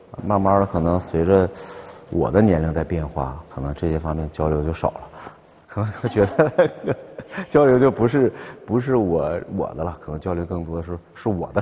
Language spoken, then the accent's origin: Chinese; China